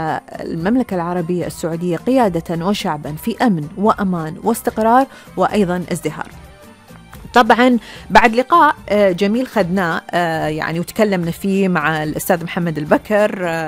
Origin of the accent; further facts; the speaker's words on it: Bahrain; وإحنا هني في مملكة البحرين